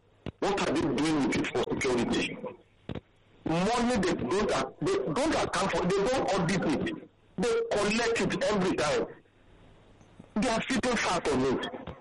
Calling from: Uganda; I'm calling from Uganda.

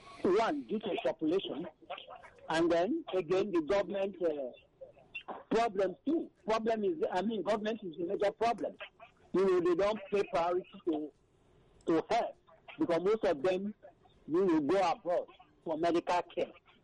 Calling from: Abaranje, Ikotun, Lagos, Nigeria; I'm calling from Abaraje, Ikoton.

